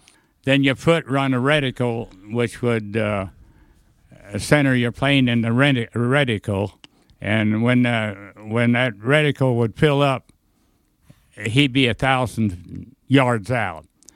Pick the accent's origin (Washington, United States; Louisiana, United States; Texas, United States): Texas, United States; Dalhart